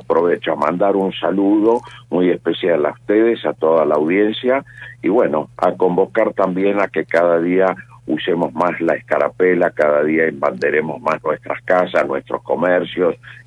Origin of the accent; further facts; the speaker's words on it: Argentina; es lo que nos identifica a nosotros como argentinos, como patriotas